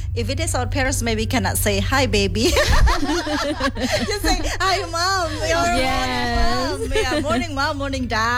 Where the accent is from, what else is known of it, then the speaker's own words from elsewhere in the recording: Indonesia; English is a second language; You know that we are Indonesian and completely we love Indonesia a lot.